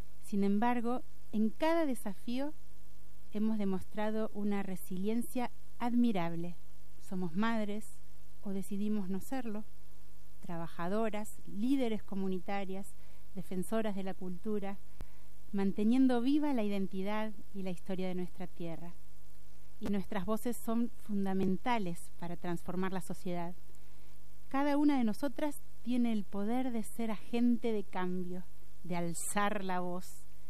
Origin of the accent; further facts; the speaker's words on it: Patagonia, Argentina; soy cantora de la Patagonia.